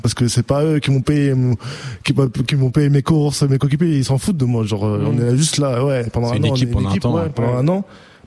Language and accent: French; France; born there; also born or lived in Spain / Malaga, Spain / Valencia, Spain; J'ai tous mes gars en France et je fais toutes mes années aussi en France, donc ouais. J'ai plus de souvenirs en France.